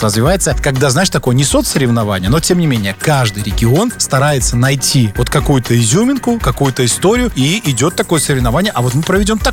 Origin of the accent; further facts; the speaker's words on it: Belarus; Мы, белорусы